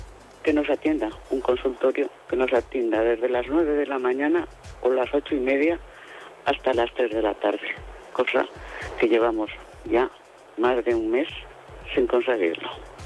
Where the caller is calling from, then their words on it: La Cartuja Baja, Aragon, Spain; Vivo en La Cartuja